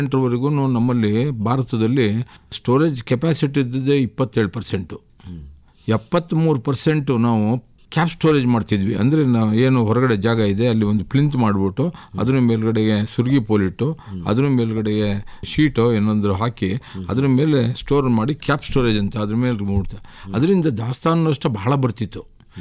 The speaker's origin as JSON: {"language": "Kannada", "town": "Hariharapura", "region": "Karnataka", "country": "India", "tie": "born or raised there", "said": "Sir, ನಂದು ಕೇರ್ಪೇಟೆ ಹತ್ರ ಹರಿಹರಪುರ ಅಂತ."}